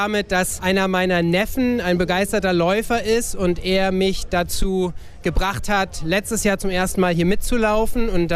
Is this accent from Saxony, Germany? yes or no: no; Elmshorn, Schleswig-Holstein, Germany; moved away as an adult; now in West Virginia, United States; ich in Elmshorn aufgewachsen bin, hier früher Leichtathletik gemacht habe, meine Familie hier noch wohnt